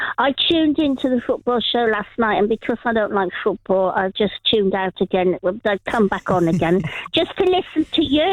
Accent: Birmingham, West Midlands, United Kingdom; born there; also born or lived in London; now in Devon, United Kingdom; I haven't always lived in Devon, by the way. I was born outside Birmingham and I lived in London and all over the place.

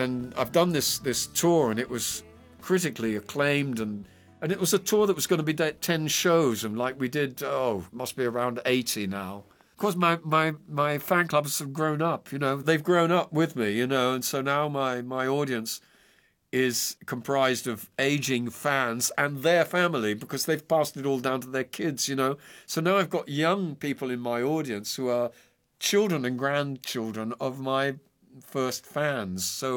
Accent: Brazil; also born or lived in England; 54 years, 53 years of Brazil and 21 years of England makes me twice as Brazilian as I am English, in a wa

